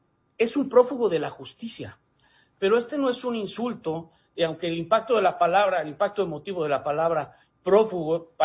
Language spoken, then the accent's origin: Spanish; Mexico; De verdad, como mexicano, yo te agradezco tu contribución al cambio democrático